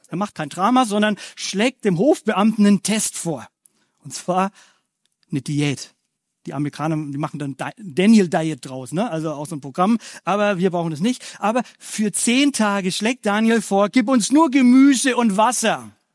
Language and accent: German; Bavaria, Germany; Bei mir, ich komme so aus dem Bayerischen, Fränkischen, habe ich ja schon gesagt, da hieß es immer, was sagt Leute?